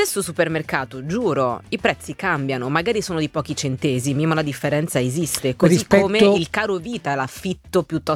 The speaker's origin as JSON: {"language": "Italian", "town": "Frosinone", "region": "Lazio", "country": "Italy", "tie": "born or raised there", "said": "Sì, cioè, io sono nata e cresciuta a Frosinone, mio papà vive ancora lì."}